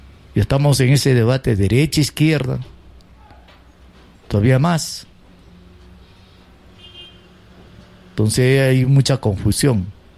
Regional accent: Peru

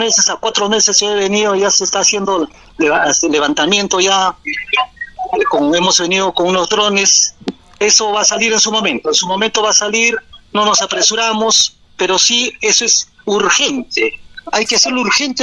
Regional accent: El Cural, Arequipa, Peru; Yo vengo del Cural

